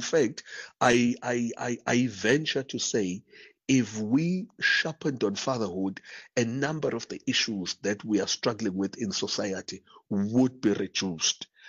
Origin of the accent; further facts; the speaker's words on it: Durban, KwaZulu-Natal, South Africa; We grew up where I'm born and raised in Durban.